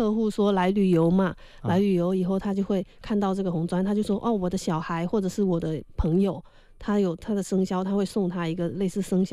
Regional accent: Fujian, China; 我们闽南人

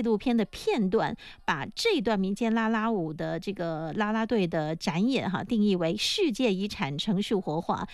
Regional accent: Quanzhou, Fujian, China

